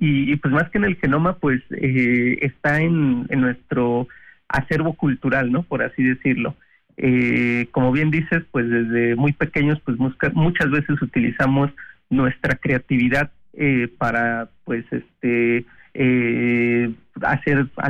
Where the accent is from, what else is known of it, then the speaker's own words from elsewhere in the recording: Mexico; Y creo que nosotros como mexicanos, al depender de la tecnología